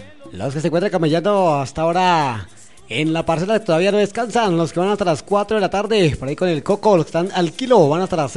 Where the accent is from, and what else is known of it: Colombia